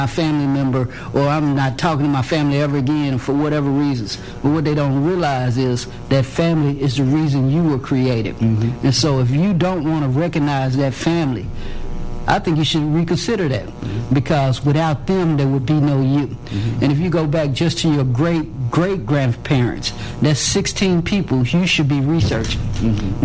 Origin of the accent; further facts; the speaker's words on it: Little Rock, Arkansas, United States; growing up in the South End